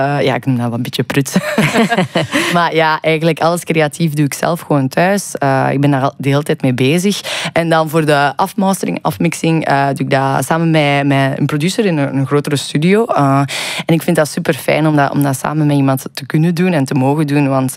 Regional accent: Belgium; Ik vind eigenlijk dat we daar veel trotser op mogen zijn als Belgen.

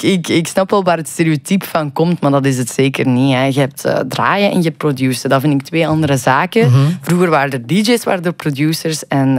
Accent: Belgium

